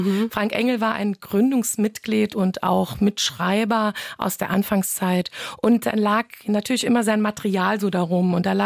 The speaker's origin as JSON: {"language": "German", "region": "Saarland", "country": "Germany", "said": "Deswegen sage ich es als Saarländerin mal auf platt."}